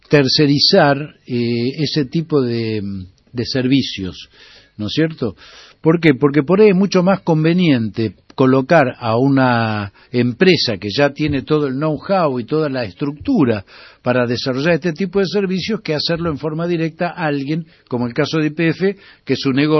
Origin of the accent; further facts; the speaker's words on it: San Miguel, Buenos Aires Province, Argentina; yo soy de San Miguel, nacido y criado en San Miguel